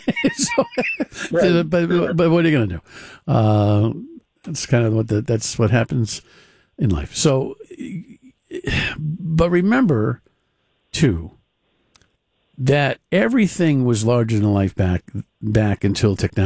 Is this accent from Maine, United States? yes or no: no; Cumberland, Rhode Island, United States; my hometown of Cumberland